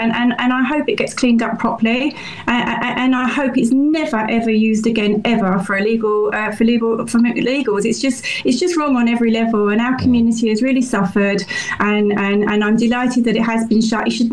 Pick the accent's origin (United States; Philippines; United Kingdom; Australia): United Kingdom; as British people